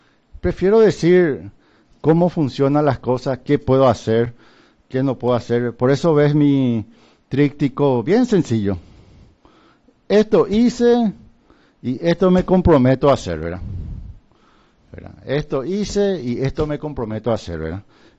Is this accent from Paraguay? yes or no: yes; Pedro Juan Caballero, Amambay, Paraguay; born there; Soy nacido en Pedro Juan Caballero. Tengo familia arraigada acá en Pedro Juan Caballero.